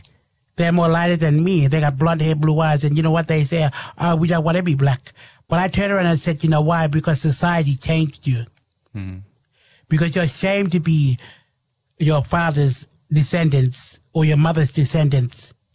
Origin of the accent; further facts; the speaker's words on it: Australia; We are Australian. We're the First Nation, darling. You give us our land back.